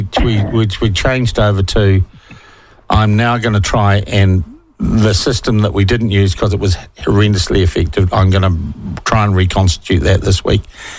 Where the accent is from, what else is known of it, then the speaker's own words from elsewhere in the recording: New Zealand; I cannot imagine not being a Kiwi and a New Zealander. It feels so special. There are so few of us.